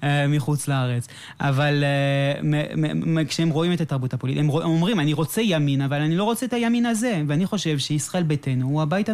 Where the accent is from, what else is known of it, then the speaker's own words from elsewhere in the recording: Canada; now in Israel; אני כקנדי דובר גם צרפתית וגם דובר אנגלית.